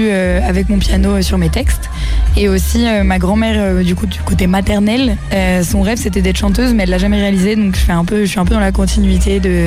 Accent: Flers, Normandy, France; ma mère est espagnole et mon père est français. Et donc j'ai grandi à Flers dans l'Orne, et j'avais vraiment ce côté multiculturel qui était toujours avec moi.

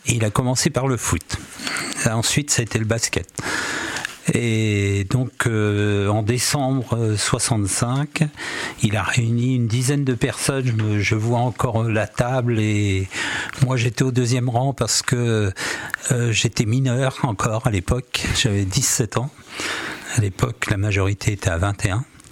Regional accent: Ifs, Normandy, France; on était 6 à avoir 17-18 ans, tous habitants à IF, 5 dans un rayon de 200 mètres, on se voyait tous les jours

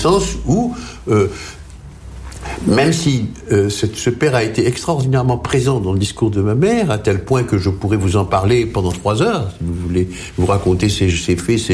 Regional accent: Algeria; born there; first language Arabic; French is a second language; quand on est arrivé en Algérie, la solitude était encore plus grande, puisque nous arrivions dans un milieu dont nous ne connaissions rien. Le français n'était pas notre langue, nous ne savions rien. L'arabe algérien n'était pas l'arabe que nous parlions

